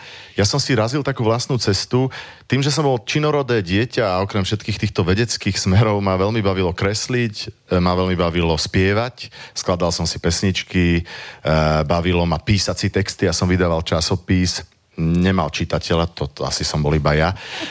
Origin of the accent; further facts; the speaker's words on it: Banská Bystrica, Banská Bystrica Region, Slovakia; nechcel som odísť z Banskej Bystrice, z rodného mesta. V Bystrici otvárali Akadémiu umení